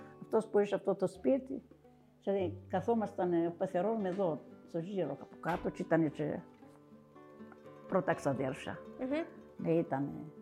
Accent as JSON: {"language": "Greek", "town": "Vorizia", "region": "Crete", "country": "Greece", "said": "Εγώ ήμουν και από τα Βορίζα, δεν ήξερα και πολλά."}